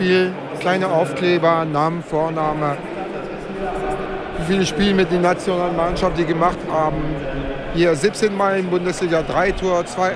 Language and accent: German; Germany; Und jedes Mal, wenn jemand mich trifft in Frankreich, ich bin Deutscher.